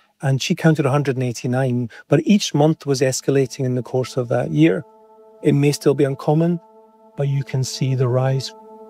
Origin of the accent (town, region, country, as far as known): Scotland, United Kingdom